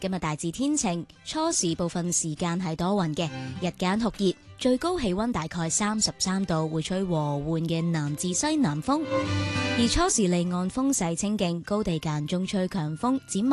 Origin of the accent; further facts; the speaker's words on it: Hong Kong; 我哋香港人